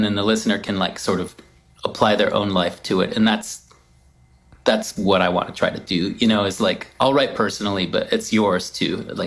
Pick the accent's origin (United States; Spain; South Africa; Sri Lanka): United States; Midwest; That I had of growing up in the Midwest of a landfill, like I had never really seen land features before.